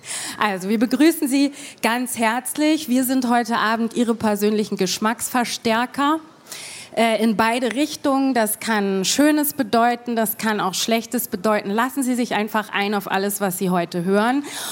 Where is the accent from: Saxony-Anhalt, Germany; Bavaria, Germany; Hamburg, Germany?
Hamburg, Germany; now in Berlin, Germany; Ich bin so lange in Berlin, aber ich bin irgendwie, ein Teil von mir ist doch in 25 Jahren da geblieben.